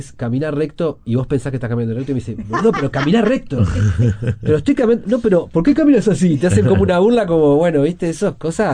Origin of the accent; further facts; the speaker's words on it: Uruguay; Soy un tipo, soy tan uruguayo que extraño mucho cuando me voy, ¿sabes?